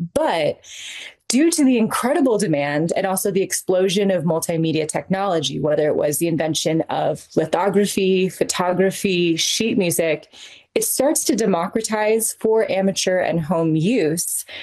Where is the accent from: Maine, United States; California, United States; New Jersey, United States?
California, United States; Anaheim; I grew up in Anaheim, California, right in the shadow of Disneyland, very much a union working class family.